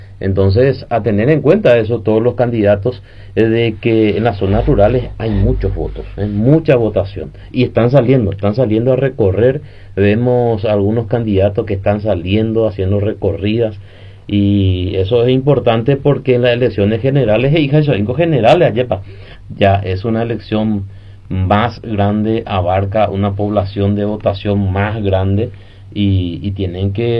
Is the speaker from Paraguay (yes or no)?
yes; San Estanislao, San Pedro, Paraguay; como ciudadanos paraguayos, como ciudadanos sanpedranos, como ciudadanos santanianos